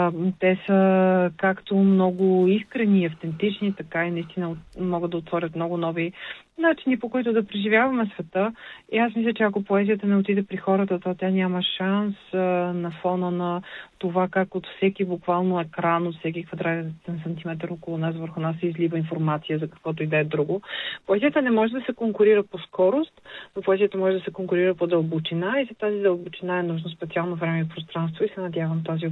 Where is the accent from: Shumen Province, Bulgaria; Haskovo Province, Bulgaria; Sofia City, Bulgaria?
Sofia City, Bulgaria; Sofia; Общо взето, София, аз съм израснала в София и липсата на нежност и любов към този град, която усещам, живеейки в него в момента, много ме наранява.